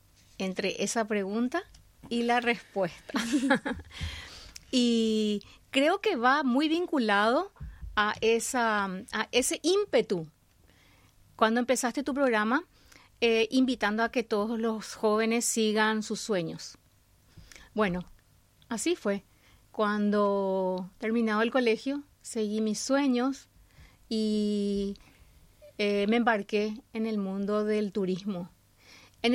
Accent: Asunción, Paraguay; yo como paraguaya, como asuncena

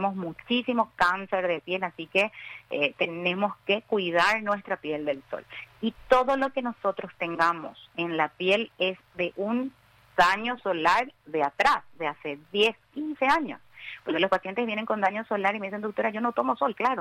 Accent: Paraguay; Nosotros somos paraguayos, tenemos calor siempre. Así que el hecho de vivir en Paraguay

